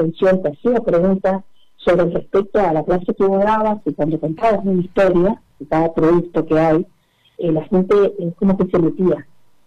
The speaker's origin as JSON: {"language": "Spanish", "town": "Zapala", "region": "Neuquén", "country": "Argentina", "said": "yo pertenezco a Zapala, estoy en Moreno, a 20 kilómetros de Zapala."}